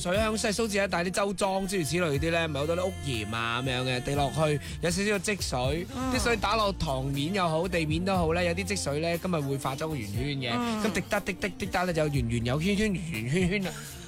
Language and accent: Cantonese; Guangdong, China; 我土生土长嘅，我阿爸喺度土生土长，籍贯系潮汕啫